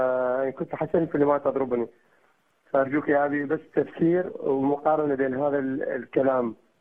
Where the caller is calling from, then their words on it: Iraq; من العراق